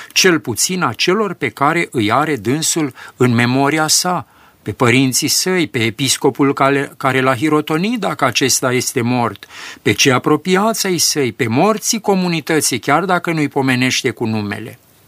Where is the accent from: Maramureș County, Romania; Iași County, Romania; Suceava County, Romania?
Maramureș County, Romania; moved away; la mine în sat, de unde sunt eu din Maramureș